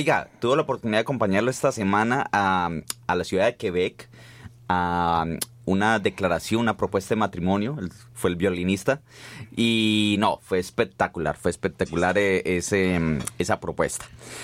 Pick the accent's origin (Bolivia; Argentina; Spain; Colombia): Colombia; Cali, Valle del Cauca; now in Montreal, Canada; Yo era un caleño chiviao, chichipato. No original, porque yo era de Cali, soy de Cali, pero no bailaba salsa. Pero llegué aquí a Montreal